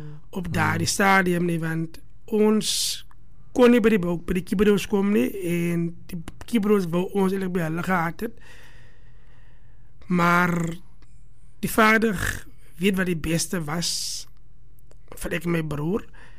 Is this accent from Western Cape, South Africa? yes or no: yes; Oudtshoorn, Western Cape, South Africa; Ek is boerlang van Oudtshoorn, gematriculeer by Sint-Sienus secundaire school en het ek my laerskoolloopbaan begin by Beersig Primair